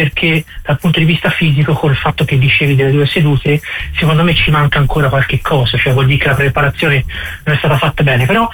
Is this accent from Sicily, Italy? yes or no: no; Pistoia, Tuscany, Italy; now in abroad; Io che sono nato a Pistoia in mezzo ai gobbi